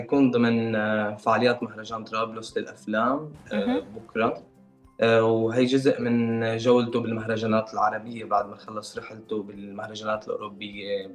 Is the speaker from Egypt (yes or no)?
no; Syria; وخاصة نحن السوريين، يعني مطرح كسوري نحن ربينا على مناصرة القضية الفلسطينية